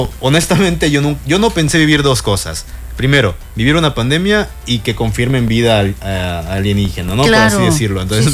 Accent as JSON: {"language": "Spanish", "region": "Yucatán", "country": "Mexico", "said": "como típicos yucatecos, les encanta la hamaca, pues yo siempre he sido más de dormir en la hamaca."}